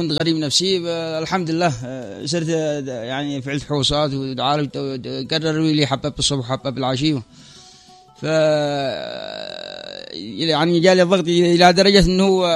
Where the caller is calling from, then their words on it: Yemen; أنا من الحيمة